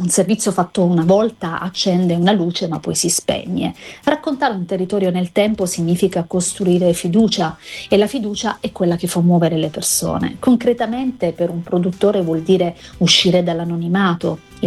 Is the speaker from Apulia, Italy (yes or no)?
yes; Taranto, Apulia, Italy; now in Rome, Italy; sono di Taranto, la Puglia ce l'ho addosso, ma oggi vivo a Roma